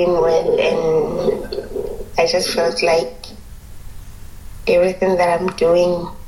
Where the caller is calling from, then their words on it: South Africa; I'm from South Africa.